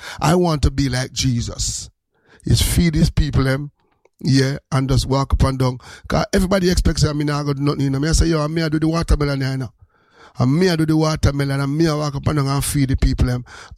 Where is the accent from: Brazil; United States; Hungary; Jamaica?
Jamaica; And we are from Jamaica, to be exact, Capture Land.